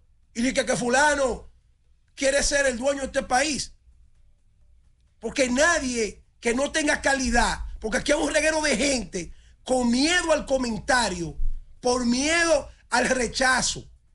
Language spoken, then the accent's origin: Spanish; La Vega, Dominican Republic; moved away; yo que vengo de La Vega, siendo un niño, miraba cómo los muchachos terminaban de estudiar en el Liceo Don Pepe Álvarez o del colegio